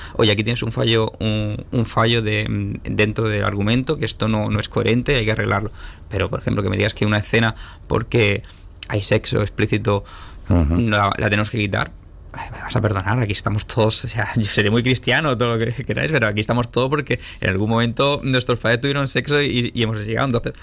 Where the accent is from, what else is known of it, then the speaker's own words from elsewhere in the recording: Almería, Andalusia, Spain; also born or lived in Melilla; O sea, yo al final soy de Almería, lo poco, lo mucho que tengo, es me he criado aquí